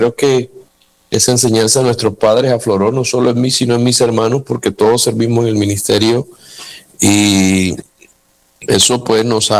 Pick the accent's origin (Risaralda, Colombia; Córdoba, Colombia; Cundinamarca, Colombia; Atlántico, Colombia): Atlántico, Colombia; Barranquilla; also born or lived in Cartagena; yo nazco cristiano. Yo soy cartagenero, pero criado en Barranquilla, en el seno de un hogar muy humilde